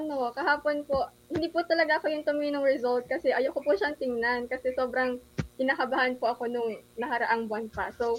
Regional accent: Ragay, Bicol Region, Philippines; I'm from Port Junction Norte po. Sa Ragay po talaga

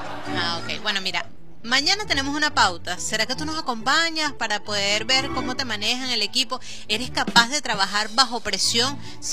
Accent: Venezuela; nosotros seguimos como venezolanos

